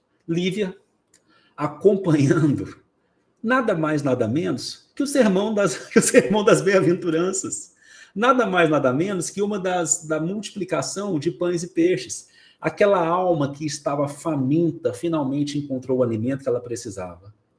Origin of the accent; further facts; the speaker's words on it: Minas Gerais, Brazil; eu sou mineiro, né?